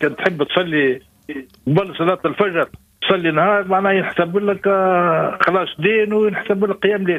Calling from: Medenine, Tunisia

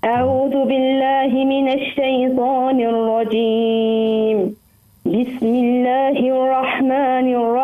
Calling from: El Jem, Mahdia Governorate, Tunisia

